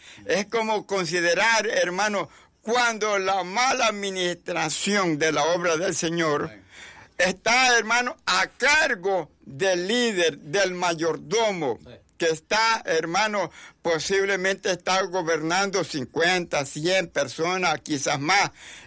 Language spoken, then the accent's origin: Spanish; El Salvador